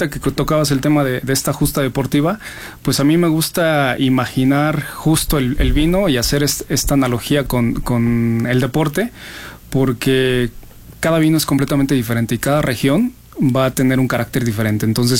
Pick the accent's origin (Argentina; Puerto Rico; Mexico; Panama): Mexico; somos mexicanos